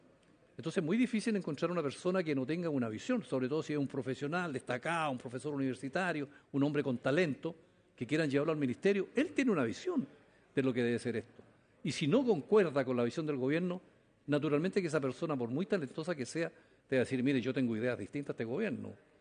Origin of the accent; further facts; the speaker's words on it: Chile; en Chile muchas veces hay un cierto orgullo malentendido de pensar que somos grandes, que somos los ingleses de América.